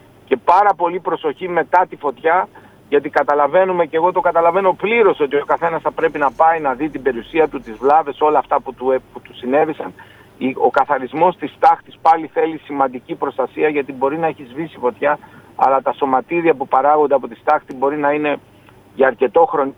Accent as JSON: {"language": "Greek", "town": "Thessaloniki", "region": "Central Macedonia", "country": "Greece", "said": "είμαι Θεσσαλονικός και ξέρω την τοπογραφία της πόλης."}